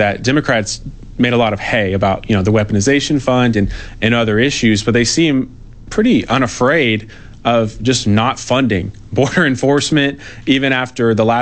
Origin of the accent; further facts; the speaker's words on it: Texas, United States; my home state of Texas.